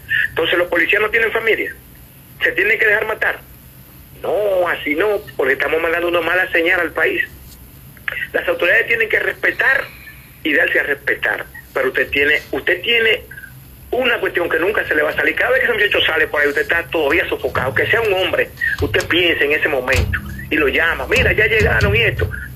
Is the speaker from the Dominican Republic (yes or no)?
yes; Dominican Republic; yo me crié en la Duarte.